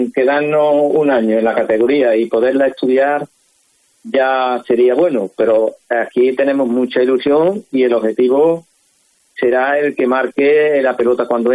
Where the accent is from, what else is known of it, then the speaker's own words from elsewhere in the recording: Herrera, Andalusia, Spain; El público de mi pueblo, porque lo tengo que decir así, mi afición, le hizo el pasillo cuando terminaron.